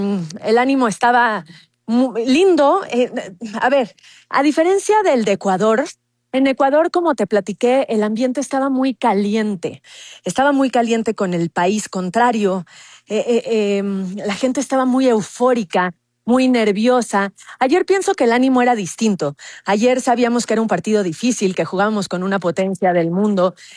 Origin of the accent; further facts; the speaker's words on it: Mexico; creo que hay que destacar lo que hicimos como mexicanos